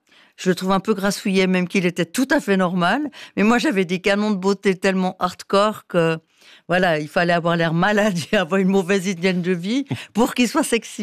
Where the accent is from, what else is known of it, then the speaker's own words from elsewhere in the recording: Valais, Switzerland; now in Lausanne, Switzerland; quand on vient du Valais, on connaît une personne, on dit bonjour.